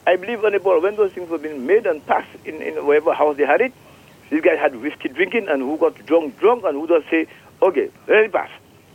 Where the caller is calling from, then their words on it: St. Lucia; I'm from Rockleary